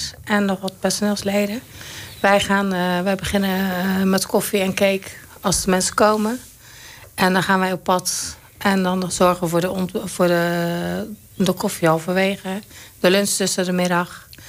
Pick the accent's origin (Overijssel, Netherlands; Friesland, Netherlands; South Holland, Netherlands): South Holland, Netherlands; Zoetermeer; also born or lived in Rozenburg; now in Nieuwe-Tonge, Netherlands; In Rozenburg, en ik ben opgegroeid in Zoetermeer.